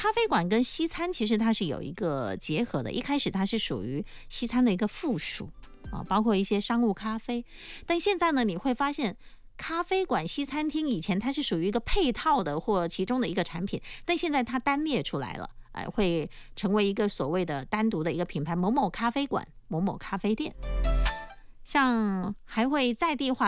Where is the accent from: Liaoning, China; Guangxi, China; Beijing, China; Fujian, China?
Fujian, China; 就是因为我们闽南人去到的一些地方港澳台啊